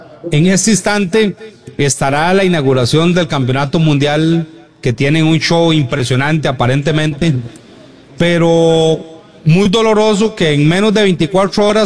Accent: Costa Rica; uno como costarricense se ilusiona en este tipo de procesos.

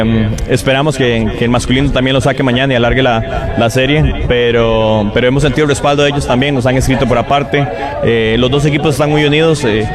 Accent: Alajuela, Costa Rica; yo soy de Alajuela también

